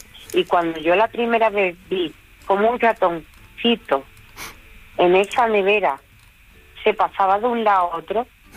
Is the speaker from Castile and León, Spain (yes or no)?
no; Medina Sidonia, Andalusia, Spain; Soy de Medina Sidonia, Cádiz.